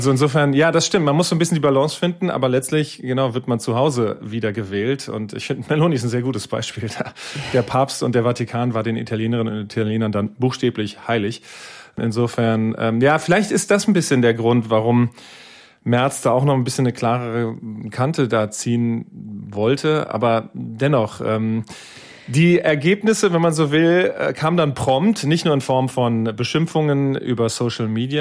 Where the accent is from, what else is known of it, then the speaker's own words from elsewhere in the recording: Wiesbaden, Hesse, Germany; In Wiesbaden, meiner Heimatstadt, sitzt die NSA mit einer riesigen Zentrale und viele Soldaten auch.